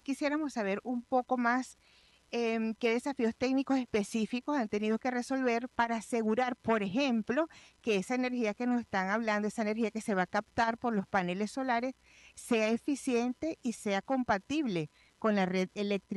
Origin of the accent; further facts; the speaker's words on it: Venezuela; nosotros como sociedad venezolana